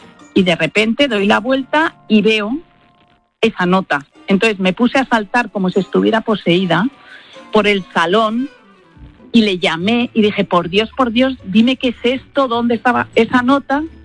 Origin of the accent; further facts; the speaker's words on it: Pozuelo de Alarcón, Community of Madrid, Spain; Les cuento, mi futuro marido y yo, los dos somos de Pozuelo, pero no nos conocíamos para nada.